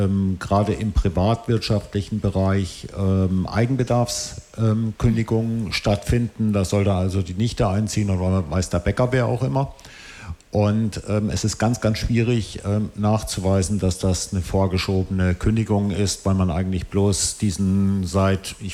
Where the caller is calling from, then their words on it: Bremen, Germany; Ich komme aus Bremen